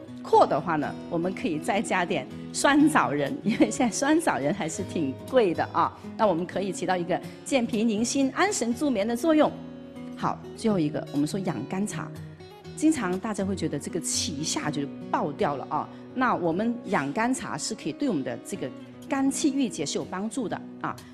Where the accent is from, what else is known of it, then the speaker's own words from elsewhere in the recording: Xinhui, Guangdong, China; 我就为我的家乡代言一下，我是广东新会人，新会陈皮就是我们那里的啊